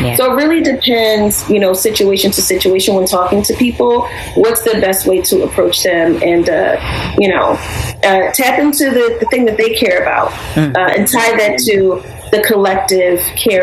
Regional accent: Philadelphia, Pennsylvania, United States; I lived in a lot of different neighborhoods in North Philly growing up. And I made Brewerytown Sharswood my home almost 14 years ago.

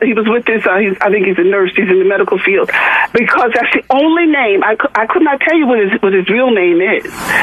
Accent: Philadelphia, Pennsylvania, United States; also born or lived in Manhattan, New York; I'm from North Philly.

